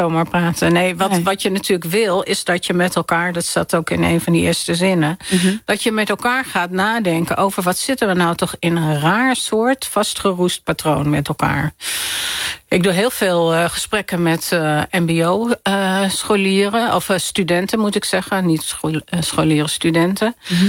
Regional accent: Amsterdam, North Holland, Netherlands; Nee, ik ben in Amsterdam opgegroeid. Heel veel uitgegaan. We zijn opgegroeid in Amsterdam-West.

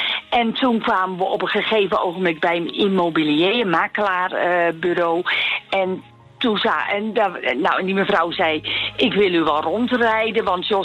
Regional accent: Rotterdam, South Holland, Netherlands; Ja, was Zuidwijk. Ik ben Rotterdammer. Mijn man niet, maar ik ben echt een Rotterdammer.

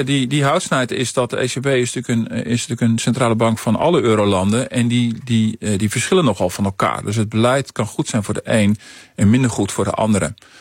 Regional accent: Netherlands; Dat wij als Nederlanders ook vertrouwen blijven houden in die centrale bank, dat die er ook voor ons is.

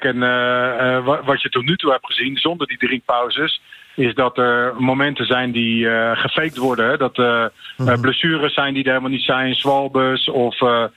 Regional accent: Rotterdam, South Holland, Netherlands; Ik ben een Rotterdammer, dus ik heb wat met de Rotterdamse clubs.

